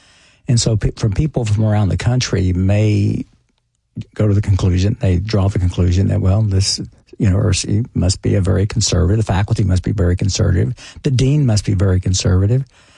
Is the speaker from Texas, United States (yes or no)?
yes; Texas, United States; now in Tennessee, United States; I'm a proud Tennessean. I'm still a proud Texan.